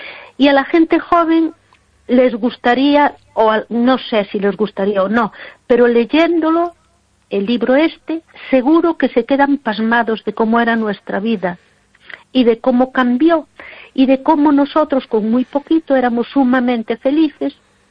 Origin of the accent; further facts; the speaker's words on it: Galicia, Spain; nosotros que somos tan gallegos